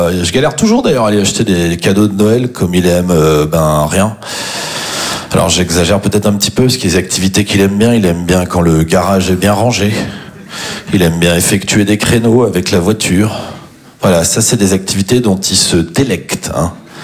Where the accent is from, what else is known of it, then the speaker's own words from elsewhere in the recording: Champagnole, Bourgogne-Franche-Comté, France; moi, je viens de Franche-Comté. Il y a des gens qui viennent de Franche-Comté? Personne? Eh bien, ça représente bien la région. Voilà, c'est un peu ça, la Franche-Comté. Non, je suis originaire d'une petite commune qui s'appelle Champagnol.